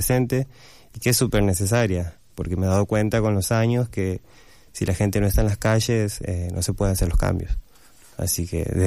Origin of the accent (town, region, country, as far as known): Santiago del Estero, Argentina; now in Buenos Aires, Argentina